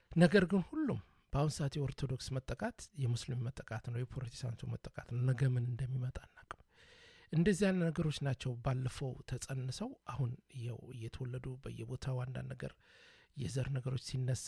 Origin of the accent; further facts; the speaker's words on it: Dire Dawa, Ethiopia; now in Vancouver, Canada; አማራ ነኝ ምንም የምጠረጠርበት የለም ነገር ግን ተወልጄ ያደኩት ነው ድሬዳዋ ነው